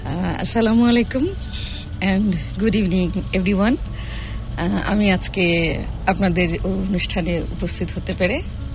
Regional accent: Dhaka, Dhaka Division, Bangladesh; আমি পুরনো ঢাকায় বড় হওয়া একজন মানুষ এবং মধ্যবিত্ত পরিবারে বড় হওয়া মানুষ।

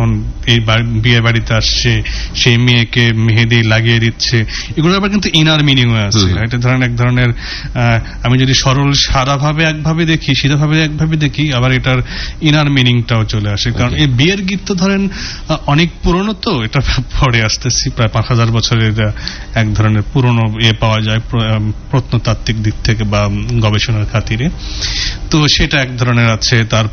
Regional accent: Rajshahi Division, Bangladesh; আমার আসলে শৈশব কৈশোর কেটেছে বগুড়ার একটি গ্রামে। আমার যখন জন্ম এবং শৈশব, সে সময় আমার গ্রামে বিদ্যুৎও ছিল না

